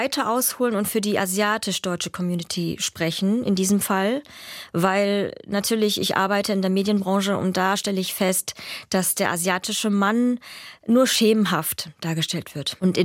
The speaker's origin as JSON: {"language": "German", "country": "Vietnam", "second_language": "German", "lives_now": "Germany", "said": "Die Frage, die ich zum Beispiel beantworten kann, ist, woher ich komme, nämlich aus Vietnam"}